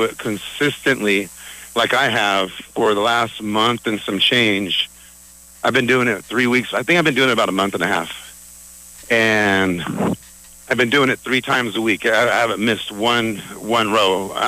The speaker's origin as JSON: {"language": "English", "region": "California", "country": "United States", "tie": "born or raised there", "moved": "as an adult", "lives_now": "Pittsburgh, United States", "said": "I grew up in the Orange County coast. Grew up around Big Bear Lake, Lake Hemet, Silver Lake, Lake even Matthews, where my mom and dad live."}